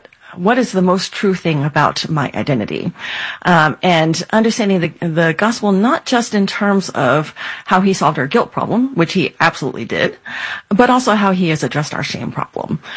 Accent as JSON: {"language": "English", "region": "Texas", "country": "United States", "tie": "born or raised there", "said": "Yeah, so I'm born and raised in Texas. You can tell by nothing, right? You can tell only because I tell that to you. So my parents immigrated from Taiwan."}